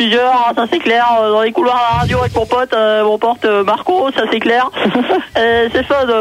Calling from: Nantes, Pays de la Loire, France; j'ai 25 ans, j'habite à Nantes.

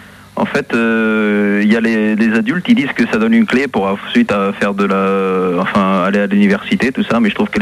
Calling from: Paris, Île-de-France, France; J'appelle de Paris, moi.

